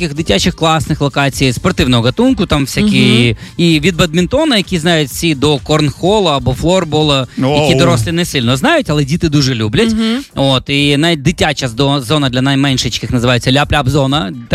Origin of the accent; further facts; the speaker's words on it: Khmelnytskyi, Khmelnytskyi Oblast, Ukraine; Мій рідний Хмельницький